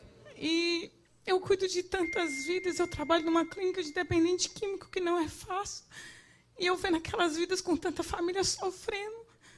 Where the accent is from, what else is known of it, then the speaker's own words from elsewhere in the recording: Belo Horizonte, Minas Gerais, Brazil; E esse translado do BH, de Valadares, eu sou de Belo Horizonte.